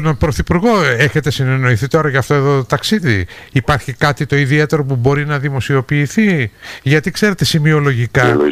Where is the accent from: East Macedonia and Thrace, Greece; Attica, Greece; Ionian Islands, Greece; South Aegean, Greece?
South Aegean, Greece; Kalymnos; moved away; η πατρίδα μου, η Κάλυμνος